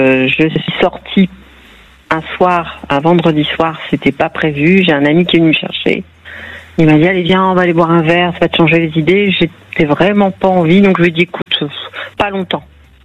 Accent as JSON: {"language": "French", "region": "the north of France", "country": "France", "tie": "born or raised there", "said": "moi je suis native du nord de la France."}